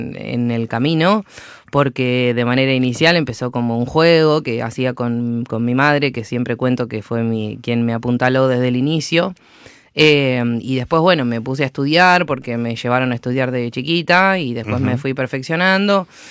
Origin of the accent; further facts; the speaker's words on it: Burzaco, Buenos Aires Province, Argentina; Yo soy de Bursaco y tengo el estudio en Lanús.